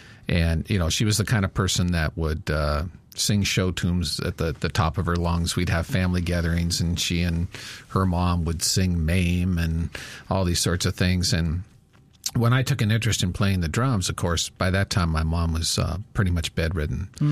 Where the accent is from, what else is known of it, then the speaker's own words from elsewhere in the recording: Seattle, Washington, United States; If you're a person of my age and growing up in Seattle at this time